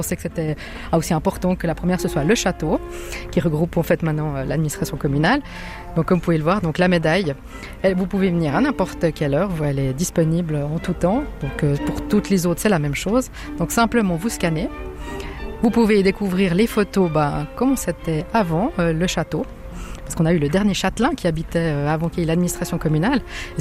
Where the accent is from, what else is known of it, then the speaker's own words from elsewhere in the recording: Préverenges, Vaud, Switzerland; born there; moi, je suis née à Prévenjes, donc c'est vrai que c'est un village qui me tient à cœur.